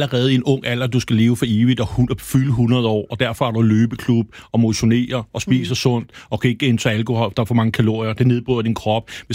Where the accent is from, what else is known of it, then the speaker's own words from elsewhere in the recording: Herlev, Capital Region of Denmark, Denmark; Altså jeg voksede op i Herlev, hvor der altid var røvfuld